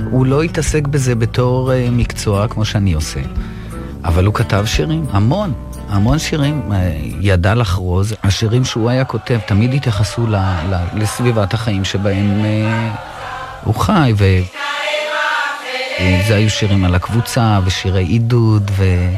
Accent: Mishmarot, Haifa District, Israel; אני מקיבוץ, קיבוץ משמרות. ההורים הגיעו מלטביה, מאלה שבנו את הקיבוצים

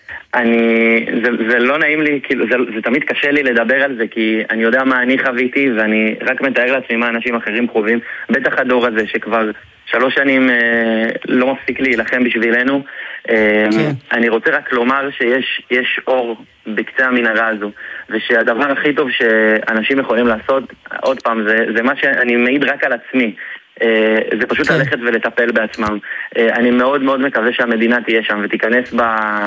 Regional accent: Beersheba, Southern District, Israel; אני גדלתי בשכונה א' בבאר שבע אצל סבא וסבתא שלי

